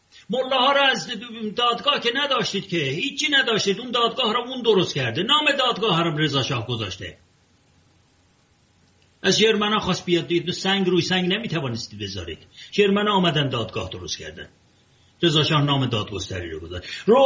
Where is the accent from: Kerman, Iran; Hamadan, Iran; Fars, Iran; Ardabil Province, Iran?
Ardabil Province, Iran; Ardabil; مانند من اردبیلی هستم،